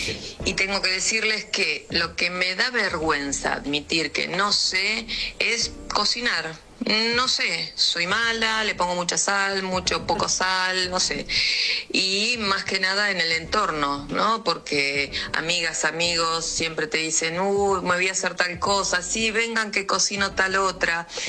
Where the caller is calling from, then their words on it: Buenos Aires, Argentina; soy de Recoleta.